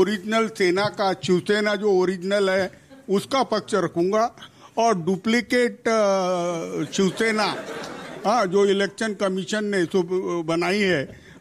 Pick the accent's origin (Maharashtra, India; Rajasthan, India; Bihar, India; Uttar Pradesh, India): Maharashtra, India; Yavatmal; मैं यवतमाल से आता हूँ